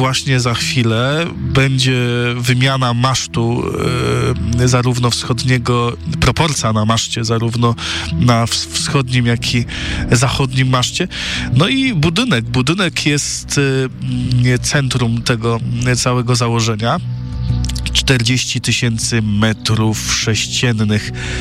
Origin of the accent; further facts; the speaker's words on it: Stryjki, Masovian Voivodeship, Poland; Ja jestem ze Stryjek. 100 stuosobowa miejscowość w gminie Tłuszcz, czyli 20 km stąd na wschód.